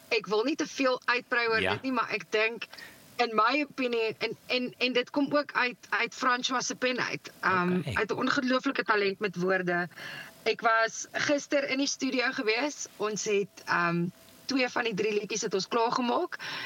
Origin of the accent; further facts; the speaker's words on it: Cape Town, Western Cape, South Africa; Ek is gebore in Panorama Hospitaal. So ek is uit en uit 'n Kaapse meisie, maar ek is verskriklik baie in die Weskus.